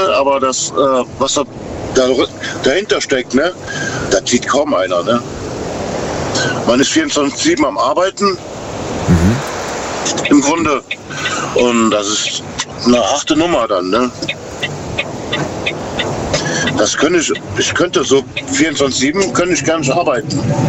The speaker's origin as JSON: {"language": "German", "region": "Rhineland", "country": "Germany", "said": "Also ich bin Rheinländer."}